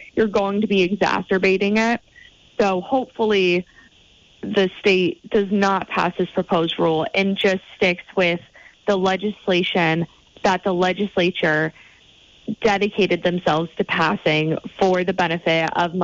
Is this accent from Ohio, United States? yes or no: no; Florida, United States; moved away; my home state of Florida